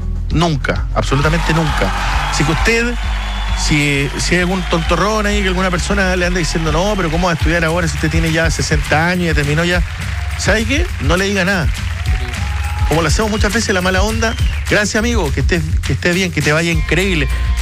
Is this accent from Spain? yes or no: no; Punta Arenas, Magallanes and Chilean Antarctica, Chile; moved away; venimos todos de Punta Arenas, a todos le ha costado, somos tres hermanos